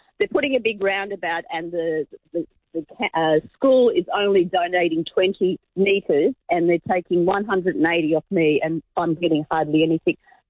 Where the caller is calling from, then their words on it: Austral, New South Wales, Australia; Hi, I'm from Austral. I have 3 acres of land, which I've had since 87.